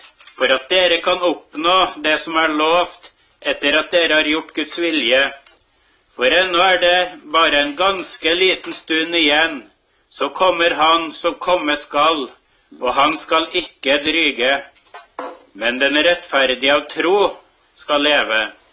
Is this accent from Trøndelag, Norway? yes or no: yes; Namsos, Trøndelag, Norway; Jeg kommer, som sagt, ifra Namsos i Nord-Trøndelag.